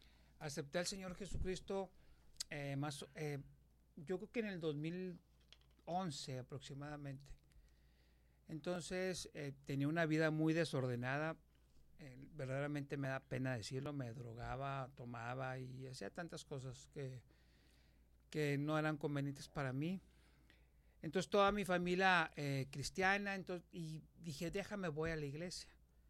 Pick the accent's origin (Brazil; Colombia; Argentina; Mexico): Mexico; Monterrey, Nuevo León; Nosotros somos de Burócratas Federal, está a un lado de Cumbres.